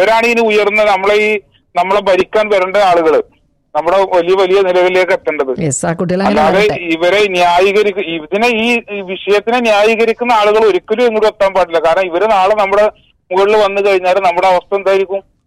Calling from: Sharjah, United Arab Emirates; ഞാൻ ഷാർജയിൽ നിന്നാ വിളിക്കുന്നേ.

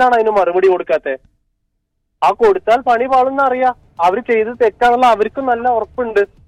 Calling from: Perinthalmanna, Kerala, India; ഞാൻ മലപ്പുറം പെരിന്തൽമണ്ണ.

